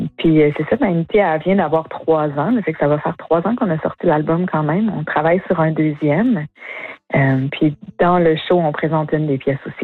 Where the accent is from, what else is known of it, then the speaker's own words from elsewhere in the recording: Quebec, Canada; Parce que le français, même si c'est ma langue première, j'ai toujours senti que c'était pas ma langue. Ma langue, l'Inuaimun, je le parle pas.